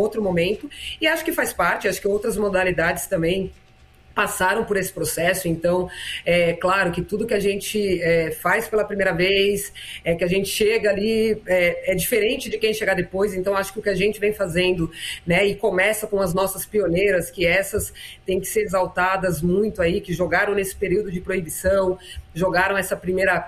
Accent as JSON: {"language": "Portuguese", "region": "São Paulo", "country": "Brazil", "said": "Você vai olhar para o estado de São Paulo, por exemplo, eu sou paulistana"}